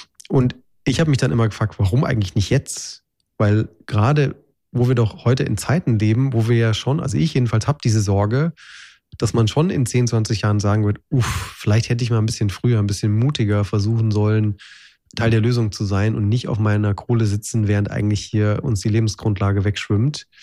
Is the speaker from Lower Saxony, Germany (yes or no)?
no; Bavaria, Germany; now in Brandenburg, Germany; Ich bin ja im Allgäu aufgewachsen und lebe jetzt in Brandenburg.